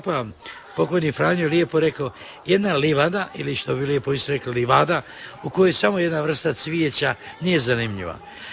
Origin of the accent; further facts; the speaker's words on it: Sisak-Moslavina County, Croatia; smo mi na Banovini, znači to je područje Siska, Petrinje, Gline, Gvozda, Topuskoga, Sirotinski